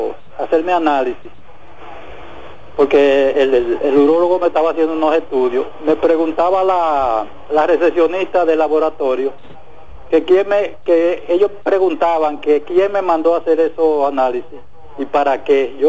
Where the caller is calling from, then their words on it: Dominican Republic; Buenos días, le habla … del Sánchez Quisqueya.